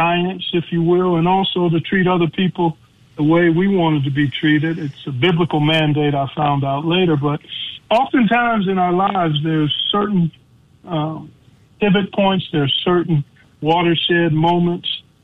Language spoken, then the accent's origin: English; Cleveland, Ohio, United States; I'm the oldest of five kids. I grew up in Cleveland.